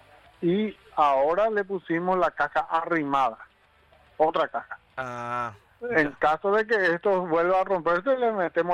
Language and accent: Spanish; Coronel Oviedo, Caaguazú, Paraguay; De Coronel Oviedo, sí.